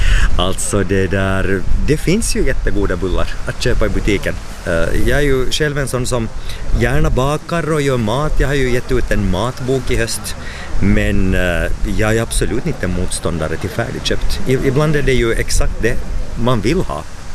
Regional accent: Hanko, Uusimaa, Finland; Jag är ju född och uppvuxen i Hange.

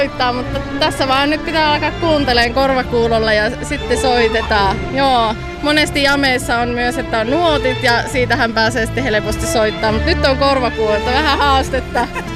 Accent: Raahe, North Ostrobothnia, Finland; oon Raahesta

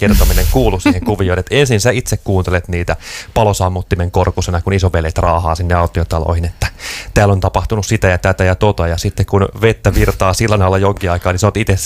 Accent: Hollola, Päijät-Häme, Finland; kyllä mä muistan tuolla Hollolassa lapsuuden viettäneenä, että meidän kotikulmilla saattu olemaan aika monta tämmöistä autiotaloa

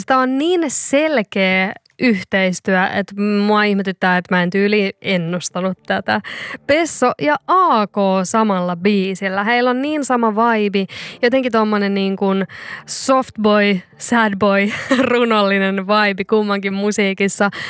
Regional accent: Turku, Southwest Finland, Finland; moved away as an adult; now in Helsinki, Finland; kun mä itse muutin Turusta kotikaupungistani tänne Helsinkiin

